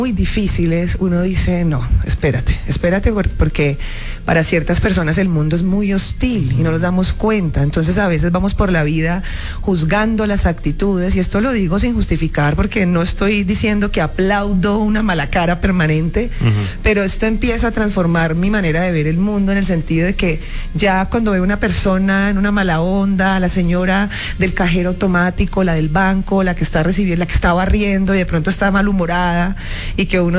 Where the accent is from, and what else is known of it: Cali, Valle del Cauca, Colombia; now in Bogotá, Colombia